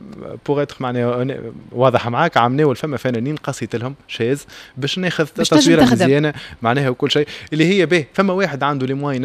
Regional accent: Tunisia

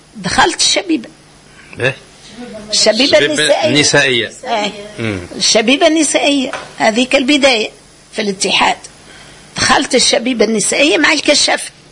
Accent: Medenine, Tunisia; احنا كنا من الوادي التالي والمحلة من الوادي القدال

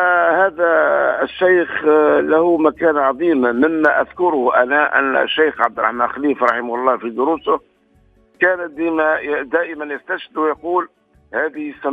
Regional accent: Tunisia; بلادنا تونس

